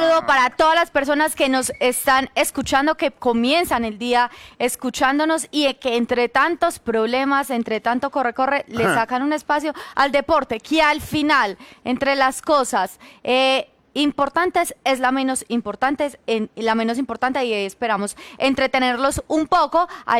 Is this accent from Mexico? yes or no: no; Colombia; Pero yo creo que como hinchada colombiana sí nos falta mucho.